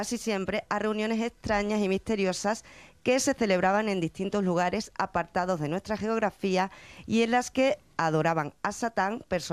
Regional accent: Badajoz, Extremadura, Spain; Somos de Badajoz.

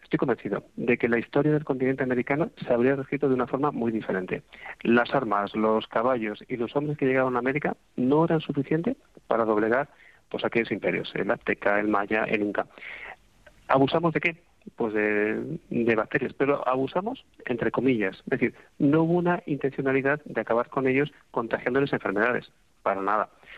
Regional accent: Spain

